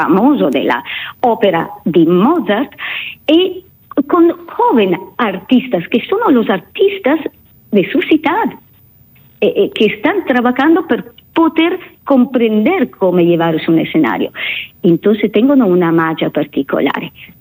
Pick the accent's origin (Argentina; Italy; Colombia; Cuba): Italy; Creo que no se trata solo de un amor porque somos italianos.